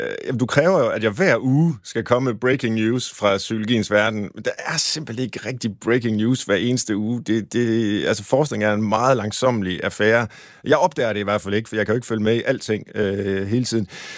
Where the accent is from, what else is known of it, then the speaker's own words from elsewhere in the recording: Tjørring, Central Denmark Region, Denmark; jeg er vokset op ved Gøstrup, altså i Tjørring, men det ligger lige ved siden af, og vi legede på engen, som førte os ned til Gøstrup.